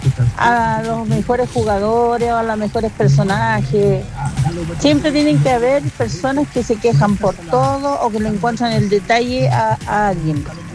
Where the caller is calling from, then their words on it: Calama, Antofagasta, Chile; de Calama. Mira, ¿sabes qué? Acá en Chile